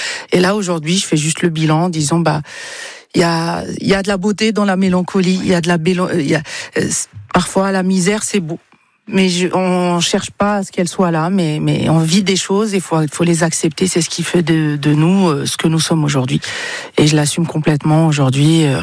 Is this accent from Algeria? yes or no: yes; Algeria; moved away; Je vous dis la vérité, depuis que j'ai quitté l'Algérie, on dirait que ma résidence est une valise et un passeport.